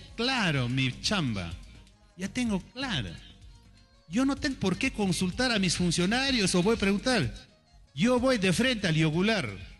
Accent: San Luis, Ancash, Peru; Yo nunca me voy a largar de San Luis. porque es mi pueblo donde he crecido.

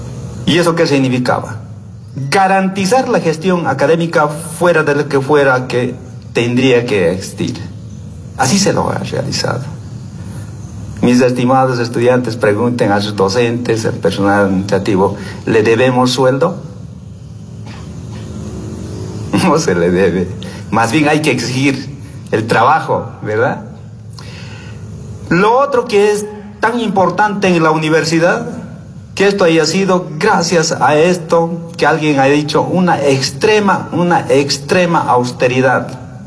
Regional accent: Tinguipaya, Potosí, Bolivia; yo vengo de Potosí, tantos años también en parte de gestión, la dirigencia con mis comunidades, vengo del municipio de Tinguipaya

